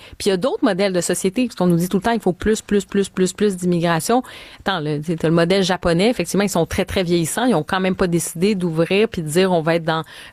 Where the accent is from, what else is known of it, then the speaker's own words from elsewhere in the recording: Montreal, Quebec, Canada; Moi j'ai grandi à Montréal, puis on a grandi, puis j'étais pas dans une grande maison là. Il y a des périodes, je veux dire, on a vécu dans des appartements à Montréal, dans des quartiers. J'ai grandi dans le quartier Côte-des-Neiges, j'ai habité à Hunsic